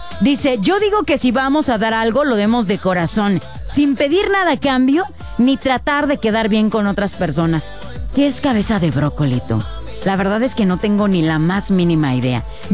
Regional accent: San Agustín Tlaxiaca, Hidalgo, Mexico; independientes y ajenos a cualquier tipo de partidos y además somos de San Agustín Tlaxiaca.

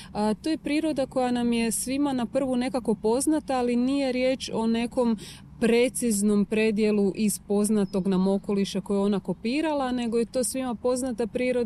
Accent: Croatia; mi kao Hrvati

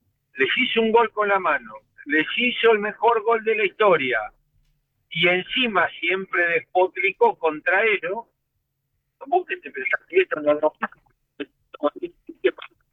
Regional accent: Argentina; Esto no va a cambiar, nosotros somos así, no nos olvidamos, somos argentinos.

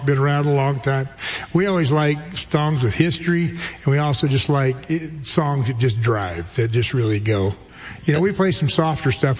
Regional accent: Omaha, Nebraska, United States; also born or lived in Mitchell, Nebraska; And I grew up in Omaha

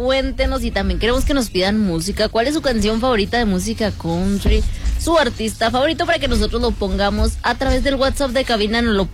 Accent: Mexico

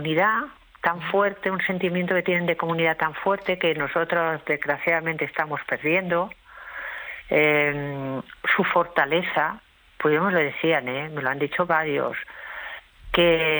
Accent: Badalona, Catalonia, Spain; yo volví a Badalona, yo soy de Badalona, pero he estado muchos años viviendo fuera de Badalona

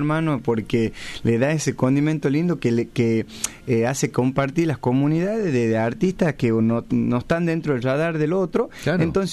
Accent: Salta, Argentina; yo soy salteño, nacido y criado en Salta Capital

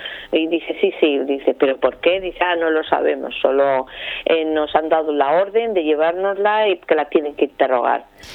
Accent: Spain; soy española

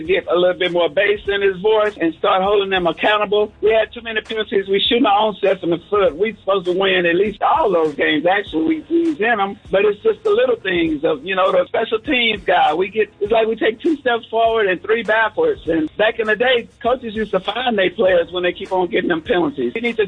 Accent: Texas, United States; but other than that, I'm a Texan.

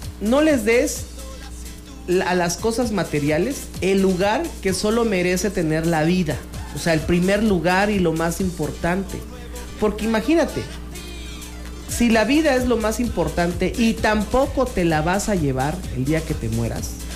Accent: Mexico; Somos superhéroes los mexicanos

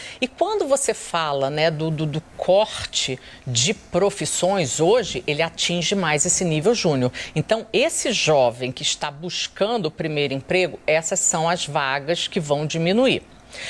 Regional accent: Rio de Janeiro, Brazil; Eu sou do Rio, ela é de lá, subia morro para dar aula de inglês e creche de morro.

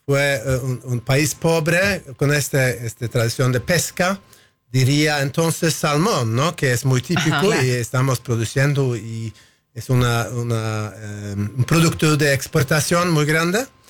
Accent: Norway

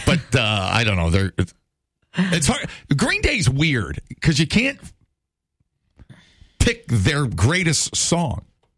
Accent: Madison, Wisconsin, United States; You know, growing up in Madison, working here as a young adult, my idea of fancy living in Madison for 15 years was Three Fountains.

